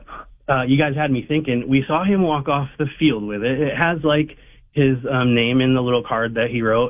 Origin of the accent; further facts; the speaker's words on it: Bridgeport, Connecticut, United States; now in Montana, United States; And crazy enough, I'm from Bridgeport, Connecticut.